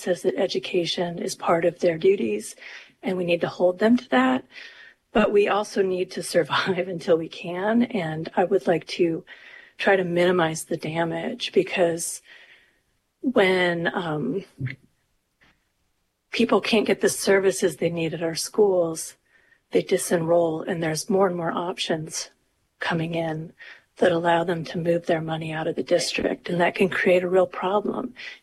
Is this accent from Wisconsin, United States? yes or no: no; Soldotna, Alaska, United States; I'm from Soldotna